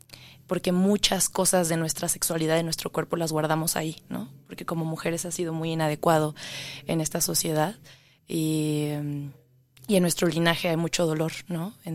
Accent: Oaxaca, Mexico; soy oaxaqueña también, hablábamos que somos oaxaqueñas

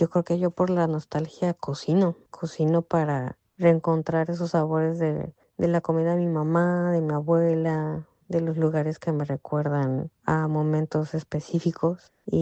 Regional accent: Mexico; moved away as an adult; cuando les decía que era mexicana

